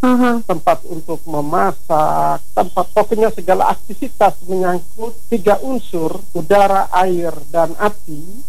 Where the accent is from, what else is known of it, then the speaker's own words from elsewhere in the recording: Wolotopo, East Nusa Tenggara, Indonesia; itu filosofi kami orang Lio teristimewa di Wolotopo.